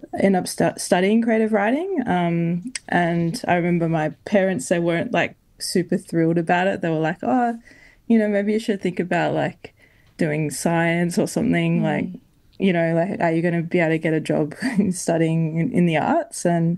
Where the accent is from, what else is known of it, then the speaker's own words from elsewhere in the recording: Queensland, Australia; from the perspective of, you know, being a Queenslander, being a queer person, being a black fella.